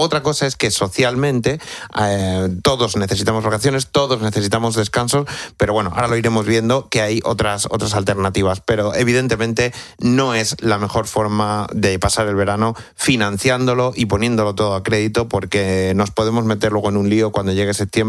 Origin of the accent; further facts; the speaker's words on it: Extremadura, Spain; La que está cayendo, yo además que soy extremeño, imagínate lo que me cuentan de por allí, de la que está cayendo en Cáceres y Badajoz